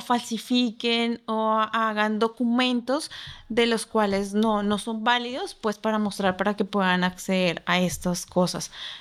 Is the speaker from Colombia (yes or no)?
yes; Colombia; Soy de Colombia.